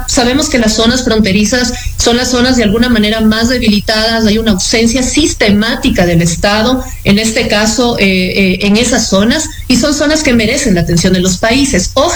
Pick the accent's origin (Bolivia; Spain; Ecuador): Ecuador